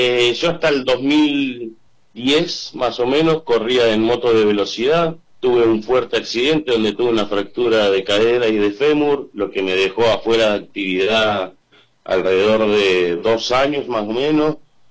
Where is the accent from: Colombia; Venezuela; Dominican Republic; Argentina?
Argentina; Neuquén; te digo, de acá de Neuquén Capital, soy el único en esta disciplina. Te repito, con Santiago González, somos los dos de Neuquén que siempre generalmente salimos a representar.